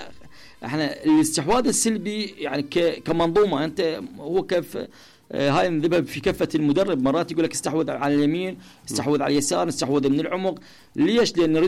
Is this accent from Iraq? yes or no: yes; Iraq; احنا لاعبين عراقيين.